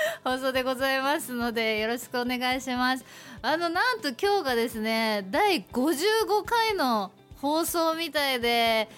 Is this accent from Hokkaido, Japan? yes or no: yes; Sapporo, Hokkaido, Japan; born there; also born or lived in Iwamizawa, Hokkaido; now in Nemuro, Japan; 私はこう、岩見沢で生まれ、まあ、札幌で過ごし、まあ、根室ということで、北海道内をですね、まあ、いろいろこう住んでいるんですけれども